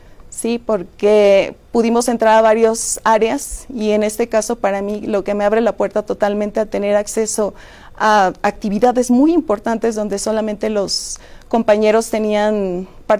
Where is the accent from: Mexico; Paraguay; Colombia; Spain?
Mexico; Irapuato, Guanajuato; soy de Irapuato, Guanajuato, no muy lejos, pero mis padres son de una condición humilde.